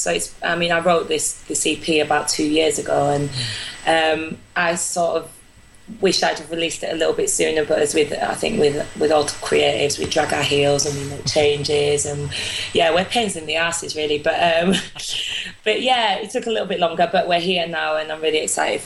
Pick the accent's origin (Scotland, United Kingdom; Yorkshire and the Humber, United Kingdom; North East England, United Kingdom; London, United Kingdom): Yorkshire and the Humber, United Kingdom; Oh, well, I'm from Yorkshire, so I guess we're a little bit rough around the edges.